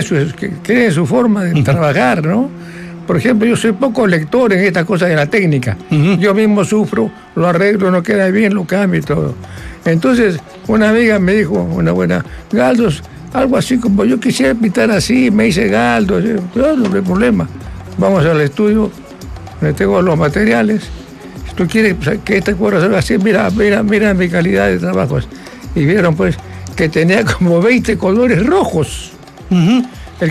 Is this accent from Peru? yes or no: yes; Peru; Me siento más peruano, más metido en el Perú